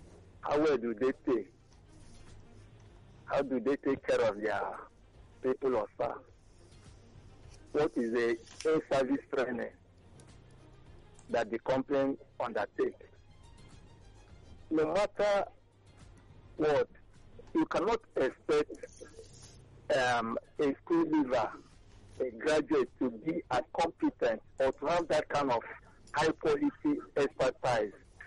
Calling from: Nigeria; I'm calling from Eba.

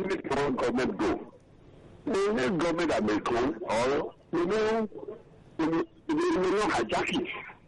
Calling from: Lagos, Nigeria; Okay, from Abulegba.

